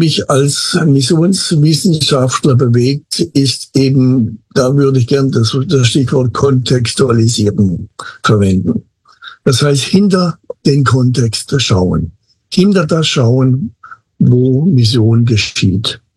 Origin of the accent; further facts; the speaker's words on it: Baden-Württemberg, Germany; accent: Swabian; moved away; also born or lived in Micronesia; Und ich bin Schwabe, meine Frau kam von Ostdeutschland, da ist zugewandert, ihre Eltern. Und von daher habe ich ein bisschen mehr Hochdeutsch gelernt, als das Schwäbische war.